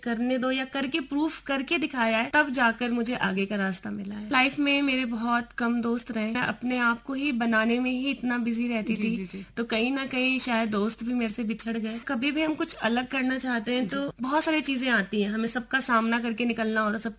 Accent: Delhi, India; मैं दिल्ली से हूँ

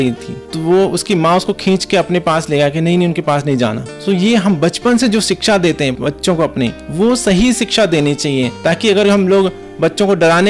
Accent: Uttarakhand, India; moved away; मैं भी उत्तराखंड से आई हूँ

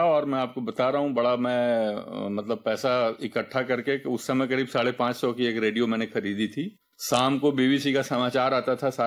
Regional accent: Uttar Pradesh, India; जैसे मैंने बताया कि मैं पूर्वांचल के जिले से हूँ, तो एक एक भोजपुरी में मूवी आई थी विदेशिया नाम से।

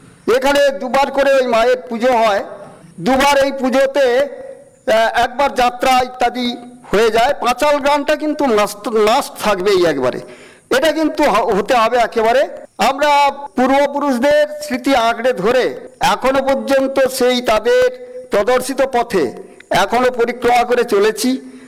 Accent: West Bengal, India; যে পরিমণ্ডলে আমি বড় হয়েছি বা জন্মেছি, এটা কিন্তু একটা সাংস্কৃতিক পরিমণ্ডলে জন্মগ্রহণ করেছি

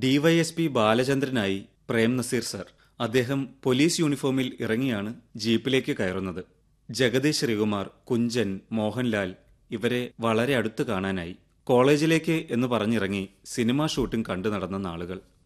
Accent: Kerala, India; ഞാൻ ഒരുപാട് ഷൂട്ടിംഗ് എല്ലാം നടക്കുന്ന ഒരു സ്ഥലത്തായിരുന്നു എന്റെ കുട്ടിക്കാലം. അവിടെ ഫാക്ട് ടൗൺഷിപ്പിലായിരുന്നു.

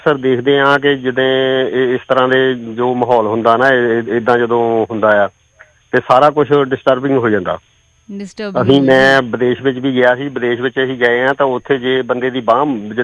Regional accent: Sagwal, Punjab, India; now in Jalandhar, India; ਸਾਡਾ ਪਿੰਡ ਹੈਗਾ ਇੱਧਰੋਂ ਪਠਾਨਕੋਟ ਰੋਡ 'ਤੇ ਕਿਸ਼ਨਗੜ੍ਹ ਦੇ ਕੋਲ ਸਗਵਾਲ ਪਿੰਡ

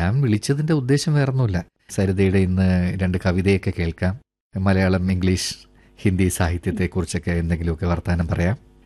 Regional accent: Thiruvananthapuram, Kerala, India; TVMൽ നിന്നാണ്.

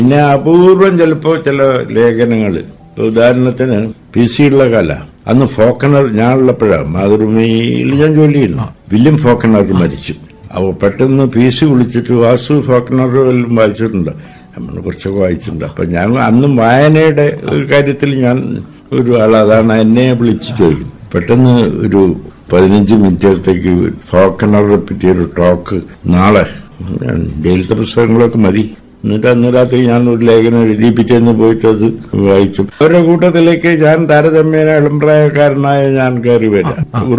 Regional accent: Kudallur, Kerala, India; born there; moved away; അപ്പൊ അങ്ങനത്തെ ഒരു സ്ഥലത്ത്, ഒരു ഗ്രാമത്തിലാണ് ജനിച്ചത്.

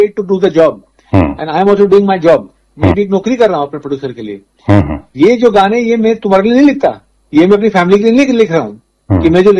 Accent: Punjab, India; तो मैंने कहा भाई हम तो पंजाबी हैं तो हमें पता है चक्कर का मतलब क्या होता है।

